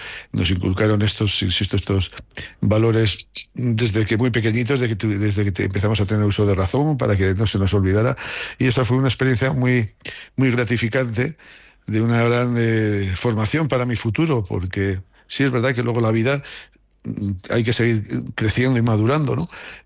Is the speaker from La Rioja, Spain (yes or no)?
yes; Haro, La Rioja, Spain; yo me he sentido siempre y me siento muy querido en mi pueblo. Mi pueblo, que la alcaldesa cuando me oye hablar así se enfada porque dice … que Haro es una ciudad.